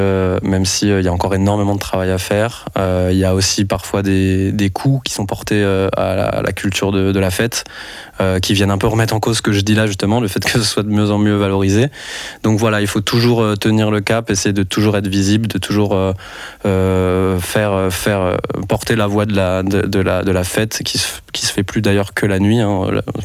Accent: Lyon, Auvergne-Rhône-Alpes, France; now in Brussels, Belgium; moi, je suis français, je suis d'origine, je viens de Lyon et je travaillais dans la production musicale d'événements, etc.

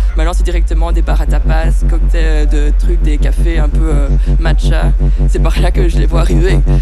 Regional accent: Ixelles, Brussels-Capital Region, Belgium; born there; les communes que je connais le plus, c'est Ixelles et Saint-Gilles, du coup, avant, parce que je suis née à Ixelles, en fait.

